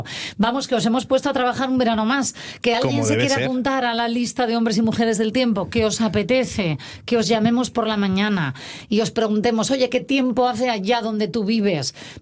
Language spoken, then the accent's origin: Spanish; Asturias, Spain; also born or lived in Madrid; una vez que he vuelto a mi tierra, Asturias, llevo 4 años, ¿no?